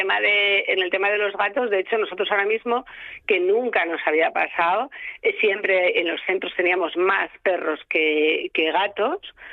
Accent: Asturias, Spain; los asturianos tenemos que estar orgullosos

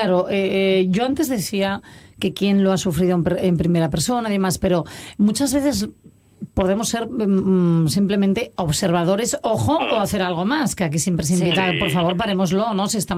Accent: Asturias, Spain; ¿cómo te sienta a ti como asturiano que nuestra comunidad tenga esa tasa de delitos tan, tan elevada?

